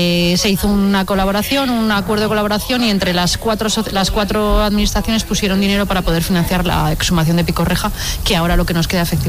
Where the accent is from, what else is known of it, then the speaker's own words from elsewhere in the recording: Cantabria, Spain; Yo que soy cántabra